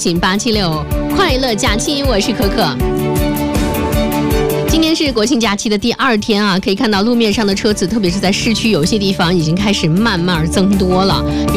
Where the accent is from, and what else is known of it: Fuzhou, Fujian, China